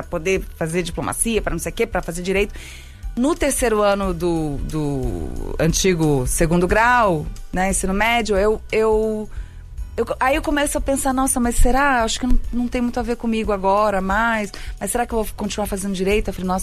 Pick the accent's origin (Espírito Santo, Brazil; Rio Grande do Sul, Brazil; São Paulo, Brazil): Rio Grande do Sul, Brazil; Porto Alegre; born there; also born or lived in Rio de Janeiro; Sim, na verdade eu só nasci em Porto Alegre, porque assim, minha família ela é do Sul, mas quando eu nasci, minha mãe grávida de mim, eles já estavam morando no Rio.